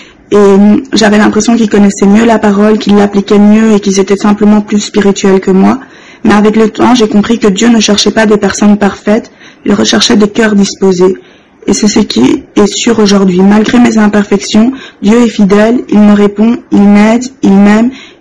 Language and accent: French; Brussels, Brussels-Capital Region, Belgium; Bonjour à tous, donc … je viens de Bruxelles et je suis très honorée de pouvoir vous partager un petit témoignage aujourd'hui.